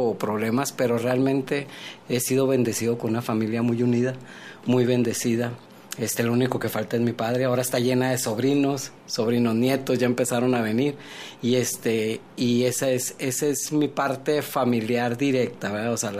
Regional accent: Ciudad Juárez, Chihuahua, Mexico; also born or lived in Monterrey; nacimos la mayoría en Monterrey, menos mi hermano el más chico, que ya nació aquí. Yo me vine muy chico, entonces soy juarense.

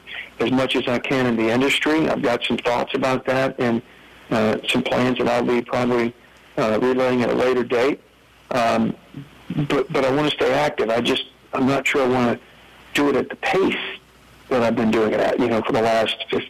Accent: Shreveport, Louisiana, United States; I grew up in Shreveport. I went to Woodlawn High School

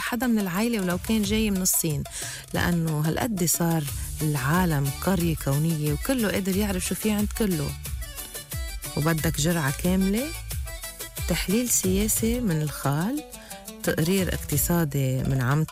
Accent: Lebanon

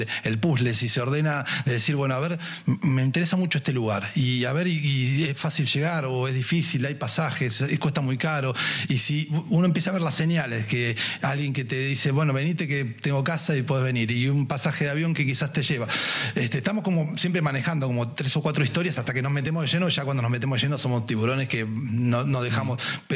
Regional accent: Argentina; como argentinos siempre nos salvan

